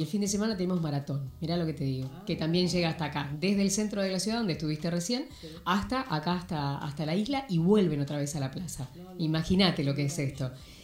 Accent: Concepción del Uruguay, Entre Ríos, Argentina; así somos en Concepción del Uruguay.

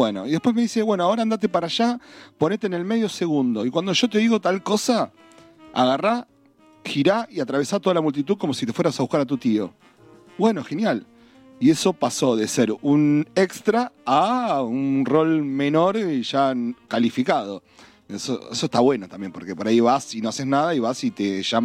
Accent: Casilda, Santa Fe, Argentina; born there; estamos en el sur de la provincia de Santa Fe, en mi ciudad natal, más precisamente en Casilda, ahí a unos 50 kilómetros de Rosario aproximadamente

